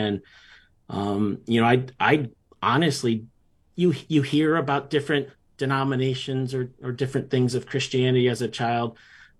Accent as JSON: {"language": "English", "town": "North Branford", "region": "Connecticut", "country": "United States", "tie": "born or raised there", "said": "I grew up in North Branford, which is in New Haven County on the shoreline in Connecticut. We spent a lot of time in New England. We had family in Massachusetts and the Northeast."}